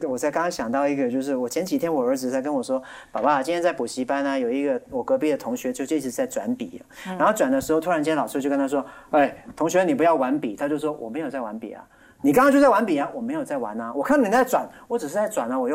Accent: Hong Kong; moved away as an adult; also born or lived in United States; now in Taiwan; 我从小在香港出生长大，18岁才去美国。

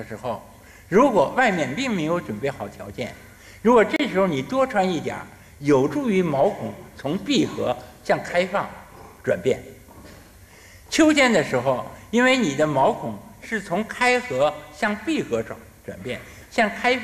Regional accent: China; 我们中国人有很多老理儿。什么叫老理儿啊？就是大家通俗易懂的道理。

